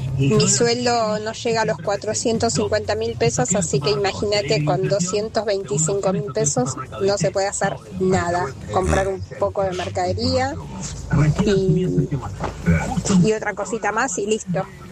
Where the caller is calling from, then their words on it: Quilmes, Buenos Aires Province, Argentina; de Quilmes. Bueno, soy jubilada